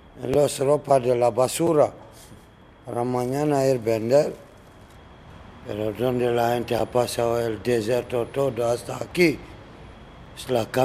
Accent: Conakry, Guinea; Spanish is a second language; now in Spain; Soy de Guinea, De Conakry.

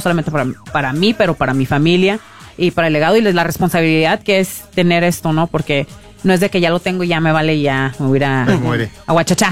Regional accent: Mexico; ahora sí no pueden decir que no soy mexicana, porque solamente luchadoras mexicanas pueden ser contendentes para este campeonato

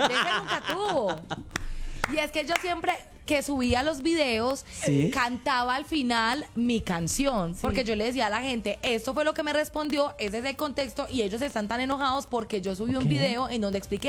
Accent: Colombia; A ver, yo amo Colombia, yo soy colombiana.

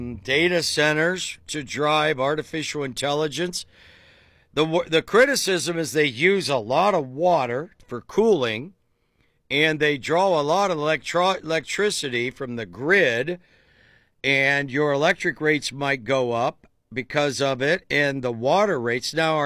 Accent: Dover, Ohio, United States; In my hometown of Dover, gets their water from the big engine water wells in the north side of Dover.

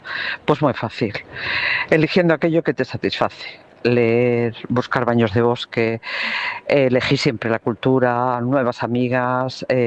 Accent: Cantabria, Spain; now in Seville, Spain; Soy cántabra en Sevilla.

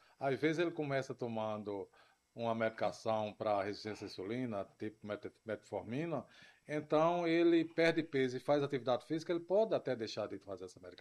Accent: Rio Grande do Norte, Brazil; born there; moved away; eu era criança e ele era médico lá em Alexandria.

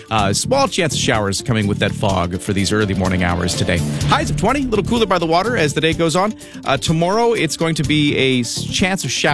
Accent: Canada; now in Esquimalt area, Vancouver Island, Canada; Oh, Canada. Oh, so are we. Where in Canada? Oh, Vancouver Island. Oh, where in Vancouver Island? Oh, Esquimalt.

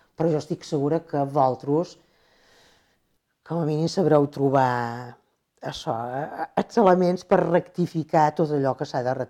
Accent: Menorca, Balearic Islands, Spain; moved away; also born or lived in Barcelona / Tavernes de la Valldigna; Som una menorquina, de mare mallorquina, d'avi Vicenç, que he viscut 20 anys a Barcelona i que he estat casada i he anat molts anys a Tavernes de la Valldigna i en el País Valencià.

